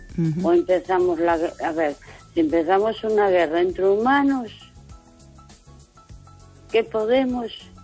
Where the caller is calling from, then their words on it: A Coruña, Galicia, Spain; de Coruña.